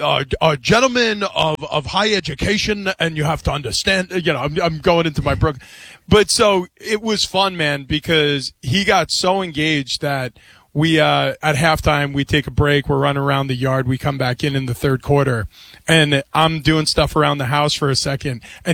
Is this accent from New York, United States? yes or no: yes; Long Island, New York, United States; born or raised there; moved away